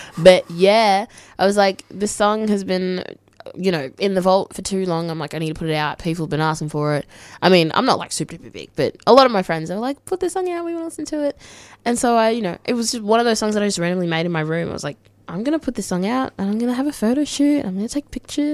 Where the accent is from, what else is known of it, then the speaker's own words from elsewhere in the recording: DR Congo; also born or lived in Malawi / Shepparton, Australia; now in Melbourne, Australia; I was actually born in Malawi. Yeah. I'm Congolese. That's my background, full-blooded. My mum and dad are both from the Mushi tribe.